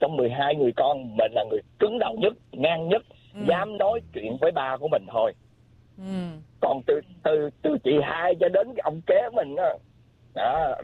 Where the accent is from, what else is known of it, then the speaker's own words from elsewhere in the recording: Nha Trang, Khanh Hoa, Vietnam; moved away; tại quê mình ở Nha Trang mà.